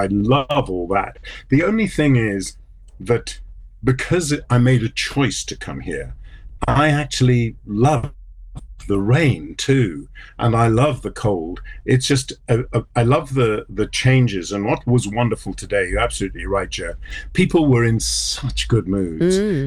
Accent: South Africa; I grew up in South Africa with weather like this, and it's wonderful.

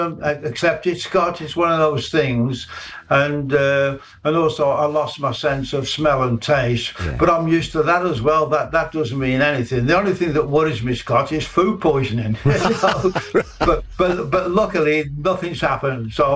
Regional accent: Wolverhampton, West Midlands, United Kingdom; moved away; I was still living in my hometown, Wolverhampton, then

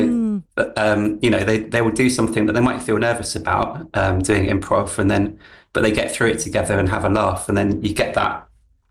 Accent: London, United Kingdom; I grew up in London.

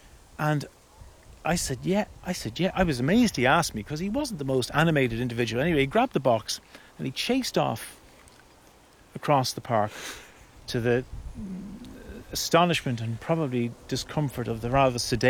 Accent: Bristol, South West England, United Kingdom; born there; I was born in Bristol, yeah. My mum's Maltese

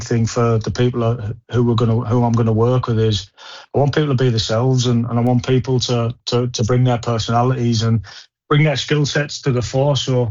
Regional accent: Middlesbrough, North East England, United Kingdom; growing up in Middlesbrough

